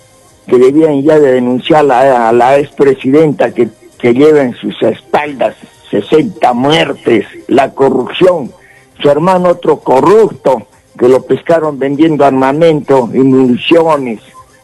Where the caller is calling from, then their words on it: Arequipa, Peru; la corrupción es tan grandaza que tenemos acá en el Perú.